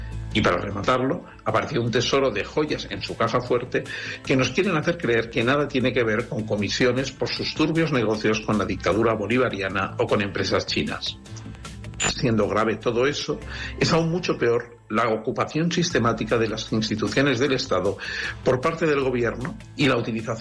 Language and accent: Spanish; Navarre, Spain; Desde Sociedad Civil Navarra no hablamos en nombre de ningún partido, pero como ciudadanos navarros comprometidos con los valores constitucionales